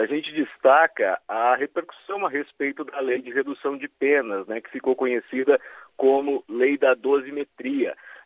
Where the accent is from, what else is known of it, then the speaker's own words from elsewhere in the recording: Assis, São Paulo, Brazil; now in Brasília, Brazil; Eu passei frio a minha vida inteira, sou de Assis, do interior de São Paulo.